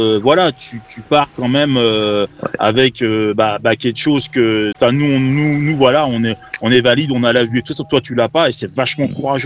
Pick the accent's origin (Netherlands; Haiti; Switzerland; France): France; moved away as an adult; now in Quebec, Canada; Moi après je suis français avant tout